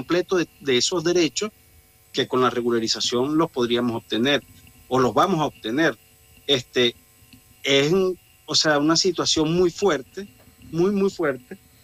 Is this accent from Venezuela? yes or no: yes; Venezuela; y más aún en mi país. En Venezuela